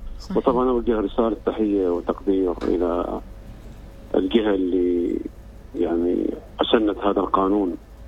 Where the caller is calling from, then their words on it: Oman; الله يحفظ بلادنا عمان،